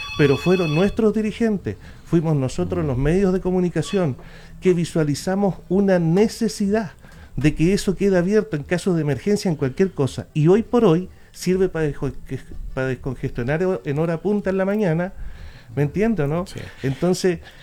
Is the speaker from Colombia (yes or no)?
no; Puerto Aysén, Aysén, Chile; veo mi pueblo y ni siquiera me pavimentan el camino viejo como un saludo al histórico camino que inauguró Puerto Aysén